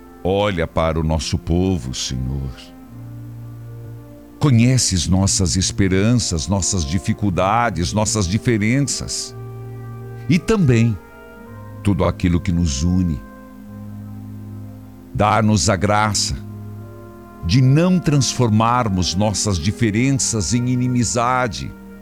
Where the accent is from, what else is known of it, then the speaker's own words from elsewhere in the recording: Paraná, Brazil; Ubiratã, meu abraço a todo o estado do Paraná. Sou paranaense com muito orgulho.